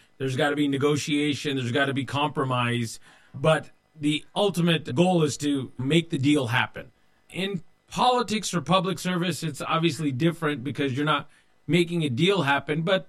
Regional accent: Modesto, California, United States; were here first generation from India. Both me and my brother went to public schools here in Modesto, born and raised in Modesto. And we both wore an article of faith as our practicing aspect of our religion, the Sikh religion.

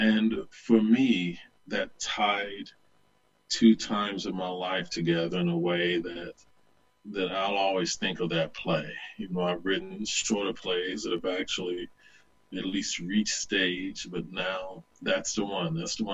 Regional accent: the South, United States; I grew up in a Bible Belt, and it's who I was. It's who I continue to be in many ways.

